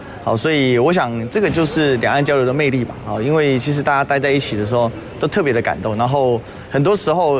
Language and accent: Chinese; Taiwan; 我们台湾人